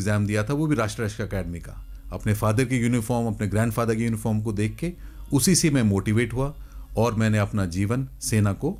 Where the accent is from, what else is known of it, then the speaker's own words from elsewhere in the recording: Jatu Lohari, Haryana, India; वैसे हरियाणा का रहने वाला हूँ, हमारा मेरा गांव है जाटू लोहारी भिवानी में